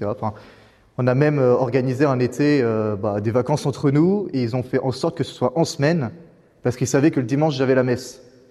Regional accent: Nouvelle-Aquitaine, France; Je suis du Poitou.

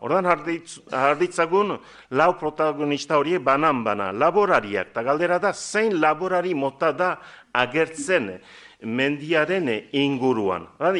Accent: Estérençuby, Nouvelle-Aquitaine, France; Bon, ni estrentzubikoa naiz, eta badakit gure herrian, laborarien artean, eta ez dira dena berdin

